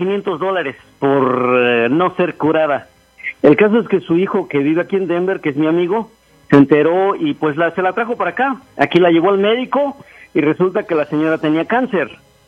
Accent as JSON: {"language": "Spanish", "country": "Mexico", "said": "paisano, digo porque somos de México"}